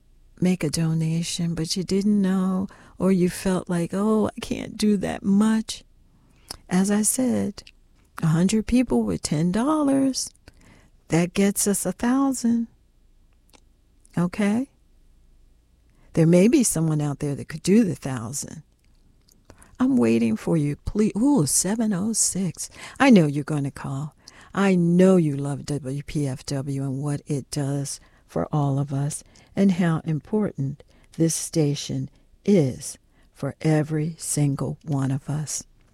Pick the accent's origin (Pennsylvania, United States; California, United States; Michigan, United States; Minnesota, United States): Pennsylvania, United States; Philadelphia; now in Prince George's County, Maryland, United States; I grew up actually in Philadelphia